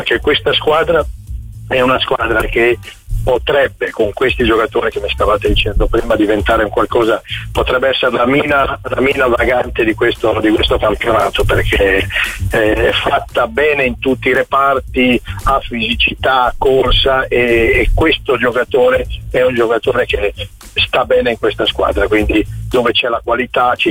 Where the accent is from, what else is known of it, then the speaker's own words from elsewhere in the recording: Tuscany, Italy; io, noi toscani, io sono toscano un po' bastardo perché sono sulla linea quindi, tra Carrara